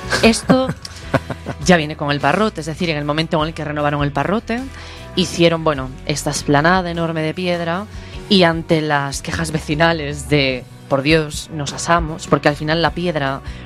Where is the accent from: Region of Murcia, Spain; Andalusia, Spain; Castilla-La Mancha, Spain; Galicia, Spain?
Galicia, Spain; now in Brussels, Belgium; como español y como gallego también.